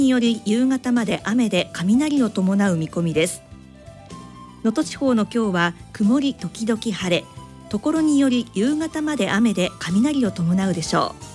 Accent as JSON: {"language": "Japanese", "region": "Aichi", "country": "Japan", "tie": "born or raised there", "said": "私は愛知県の出身ですけれども、"}